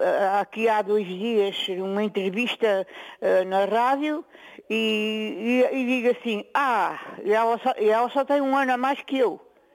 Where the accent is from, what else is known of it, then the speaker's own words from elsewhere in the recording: Alguber, Lisbon, Portugal; Estou na minha aldeia, que com muito sacrifício fizemos uma casinha num terrenozinho que o meu pai me deixou, e cá estou.